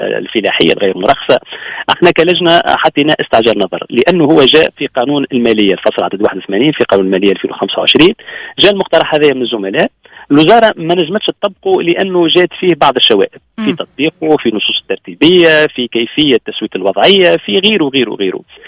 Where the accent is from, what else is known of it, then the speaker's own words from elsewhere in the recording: Sfax Governorate, Tunisia; حتى إحنا عندنا في صفاقس